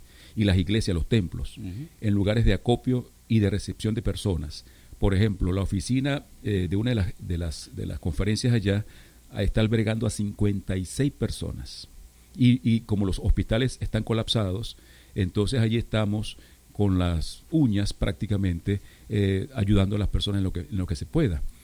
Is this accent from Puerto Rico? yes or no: no; Venezuela; yo soy venezolano también